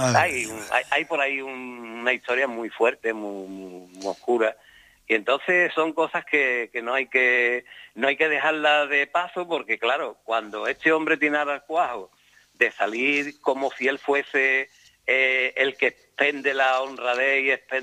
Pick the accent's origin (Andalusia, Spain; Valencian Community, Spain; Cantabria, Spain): Andalusia, Spain; Dos Hermanas; Yo me acuerdo en mi pueblo que estaban los alcaldes franquistas.